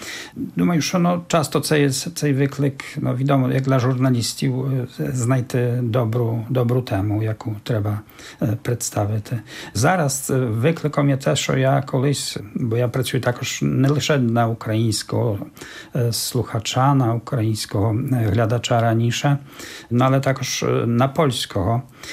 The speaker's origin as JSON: {"language": "Ukrainian", "town": "Czeremcha", "region": "Podlaskie Voivodeship", "country": "Poland", "tie": "born or raised there", "said": "моя рідна Черемха також, бо це також такий сильний центр, ну, але є такі села довкола саме моєї місцевості"}